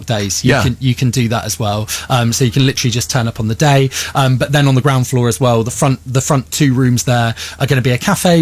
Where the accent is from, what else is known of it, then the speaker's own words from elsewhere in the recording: Melksham, South West England, United Kingdom; now in Devizes, United Kingdom; I actually really like being in Devizes. I grew up in Melksham.